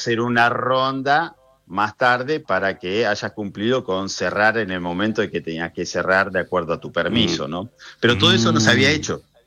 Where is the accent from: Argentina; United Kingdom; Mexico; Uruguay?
Argentina; Y resulta que nos juntamos como 50 argentinos.